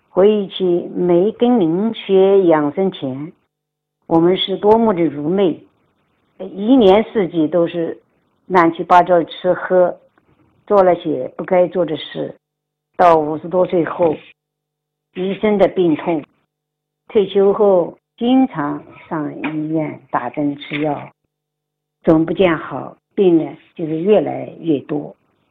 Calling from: Nanjing, Jiangsu, China; 我来自江苏南京人， … 今年75岁，出生于1952年农历6月20日下午5点钟左右

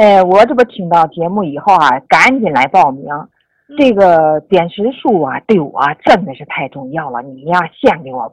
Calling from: Wuqing District, Tianjin, China; 我是来自天津武清区的， … 、嗯、今年啊78了

